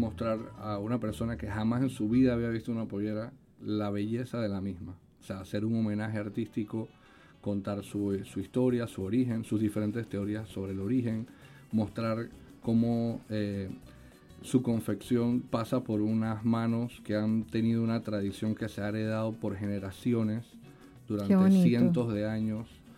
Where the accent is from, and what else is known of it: Panama